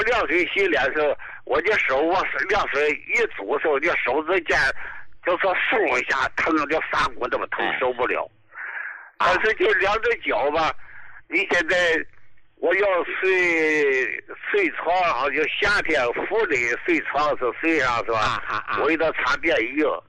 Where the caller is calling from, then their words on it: Dalian, Liaoning, China; 我是大连的，